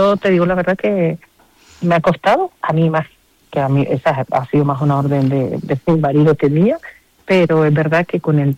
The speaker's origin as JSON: {"language": "Spanish", "region": "Canary Islands", "country": "Spain", "said": "Y yo, como buena canaria"}